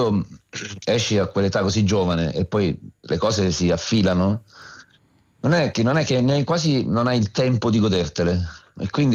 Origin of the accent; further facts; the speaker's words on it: Abruzzo, Italy; la mia terra non è solo casa, è amore, è la cultura della mia gente. Io sono orgogliosamente abruzzese, perché in questa regione, secondo me, c'è racchiusa non solo tanta bellezza, perché abbiamo sia il mare sia la montagna, no?